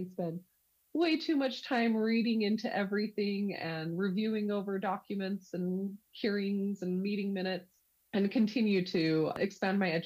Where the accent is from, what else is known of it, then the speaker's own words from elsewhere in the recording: Utah, United States; First and foremost, I am born and raised in Utah.